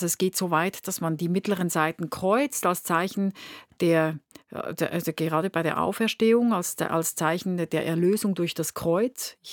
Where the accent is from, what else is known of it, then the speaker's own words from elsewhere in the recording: Winterthur, Zurich, Switzerland; born there; Und es gibt aus meiner Geburtsstadt in Winterthur gibt es eine Stiftung, die hat ein Steiner Quartett.